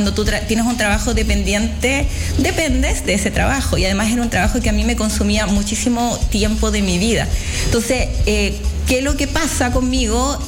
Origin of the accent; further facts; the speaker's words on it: Talcahuano, Biobío, Chile; volví hacia mi región, porque yo soy chorera de corazón, soy de Talcahuano